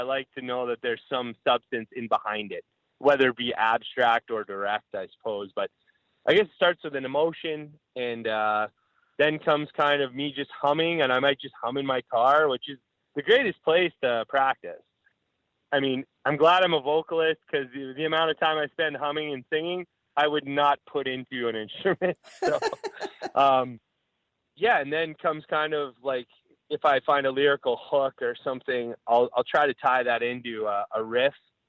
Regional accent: Delisle, Saskatchewan, Canada; I grew up in Delisle, Saskatchewan

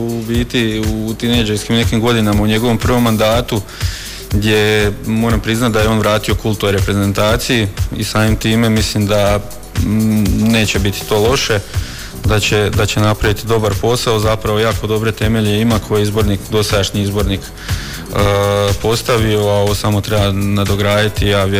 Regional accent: Suhopolje, Virovitica-Podravina County, Croatia

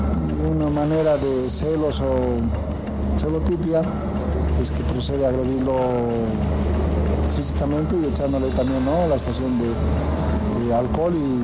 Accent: Bolivia; nos encontramos todos como ciudadanos bolivianos

